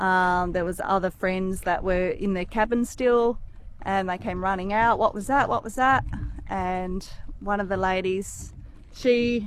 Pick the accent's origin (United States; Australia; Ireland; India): Australia; Geraldton, Western Australia; now in Kalbarri, Australia; I grew up in Geraldton. I now live in Kalbarri, Western Australia, and I have an 11-year-old son. And I live between a sailboat and a house.